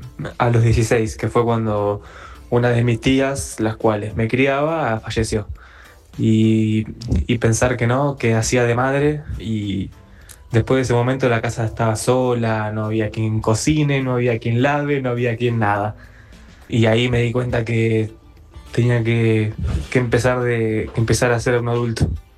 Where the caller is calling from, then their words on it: El Palomar, Buenos Aires Province, Argentina; soy de Palomar.